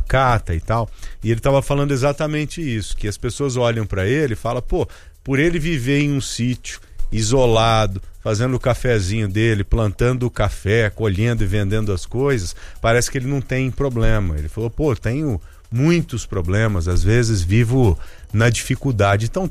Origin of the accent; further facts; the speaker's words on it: Brazil; porque somos brasileiros